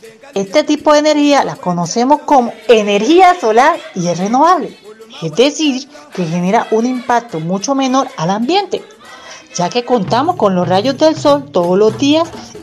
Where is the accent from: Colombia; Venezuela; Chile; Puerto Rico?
Colombia; soy colombiana